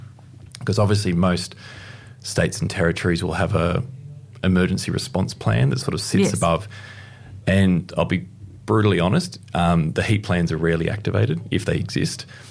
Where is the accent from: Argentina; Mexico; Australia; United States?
Australia; Blue Mountains, New South Wales; So I grew up in the Blue Mountains for a period as well